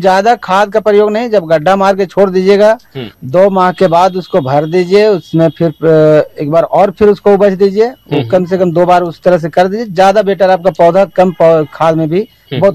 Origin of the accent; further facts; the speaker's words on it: Chatra district, Jharkhand, India; ग्राम बेलहर, जिला चतरा, पथलगड्डा प्रखंड के रहने वाले हैं।